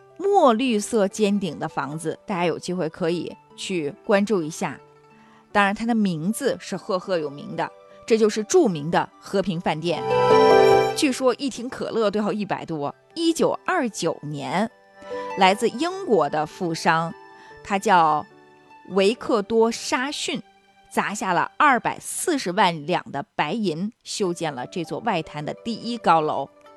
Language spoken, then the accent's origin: Chinese; China; 我们中国人